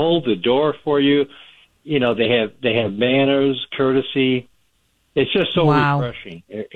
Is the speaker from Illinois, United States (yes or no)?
yes; Chicago, Illinois, United States; moved away as an adult; now in Justin, Texas, United States; I grew up in Chicago